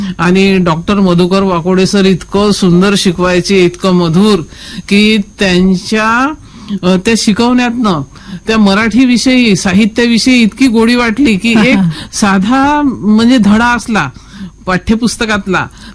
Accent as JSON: {"language": "Marathi", "town": "Anjangaon Surji", "region": "Maharashtra", "country": "India", "tie": "born or raised there", "said": "माझं माहेर सुरजी अंजनगाव, अमरावती जिल्ह्यातलं, आणि राधाबाई सरणा महाविद्यालयात माझं BA झालं."}